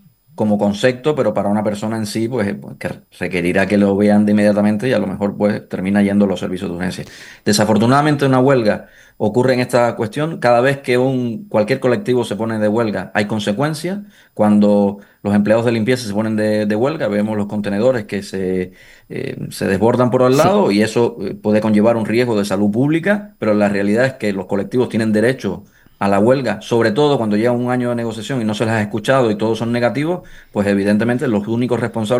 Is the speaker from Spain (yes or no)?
yes; Canary Islands, Spain; Yo soy de Gran Canaria